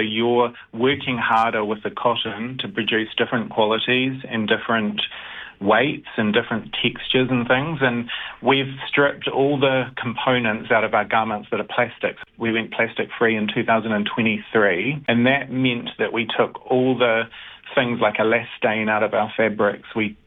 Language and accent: English; Wanaka, Otago, New Zealand; moved away as an adult; also born or lived in Wellington; when I was growing up in Wanaka